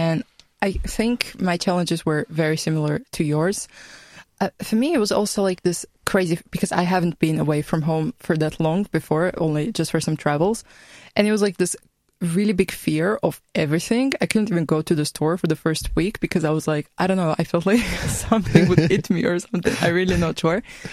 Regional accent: Georgia; English is a second language; because when I was a child, I grew up in a different country. Then I went back to Georgia. I'm from Georgia, by the way. And now I'm here.

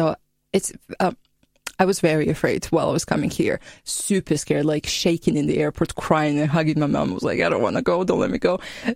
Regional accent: Georgia; English is a second language; Well, first of all, I'm from Georgia. I'm 25. So, being 25 and coming to a different country as a volunteer for me was a bit strange

